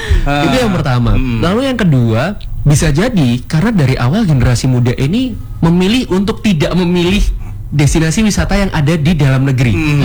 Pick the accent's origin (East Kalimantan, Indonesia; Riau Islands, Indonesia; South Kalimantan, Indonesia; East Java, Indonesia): East Java, Indonesia; Sumber Pucung; Jadi saya kan dari Kecamatan Sumber Pucung juga. Saya juga tipe yang kayak, Sumber Pucung memang punya apa sih? Kok kayaknya tidak ada tempat wisata.